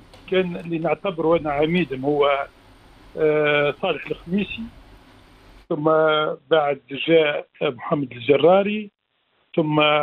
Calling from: Tunisia

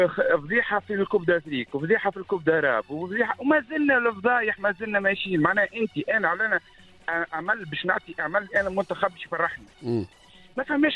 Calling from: Tunis, Tunis Governorate, Tunisia

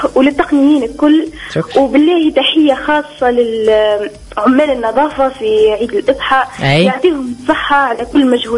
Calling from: Djerba, Medenine, Tunisia

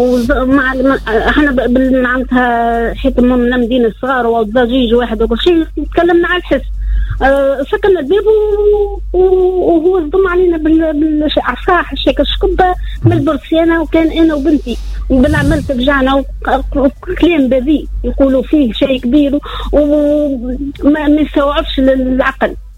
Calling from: Sfax, Sfax Governorate, Tunisia; من صفاقس.

